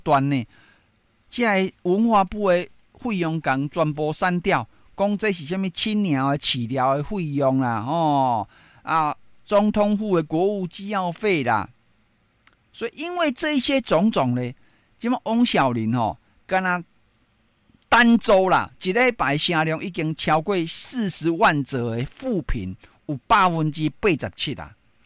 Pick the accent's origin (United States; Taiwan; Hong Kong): Taiwan; 我们台湾人真的是还蛮善良的